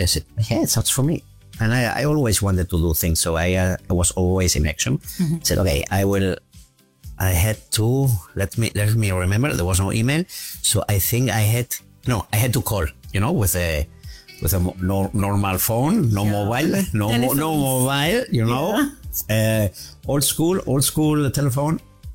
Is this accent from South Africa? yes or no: no; Valencia, Valencian Community, Spain; first language German and Spanish; English is a second language; My father was German. My mother is from Spain. So I was born in Spain, in Valencia